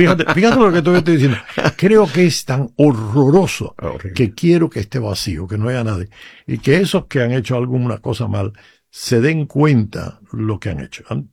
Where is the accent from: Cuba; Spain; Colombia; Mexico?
Cuba; moved away; yo estaba pensando en mi tierra, en Cuba.